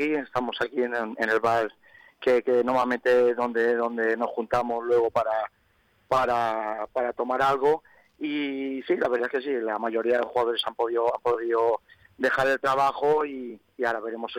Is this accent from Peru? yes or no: no; Valencian Community, Spain; now in Manacor, Spain; soy valenciano